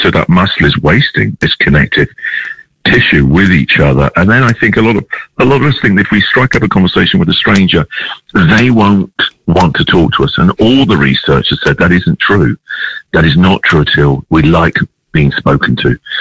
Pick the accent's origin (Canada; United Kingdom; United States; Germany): United Kingdom; England; moved away; I'm an English guy, the other side of the world.